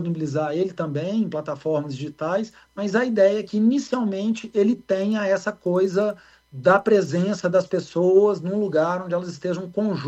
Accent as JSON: {"language": "Portuguese", "region": "Minas Gerais", "country": "Brazil", "said": "eu sou aqui de Minas Gerais, eu moro aqui em Nova Lima"}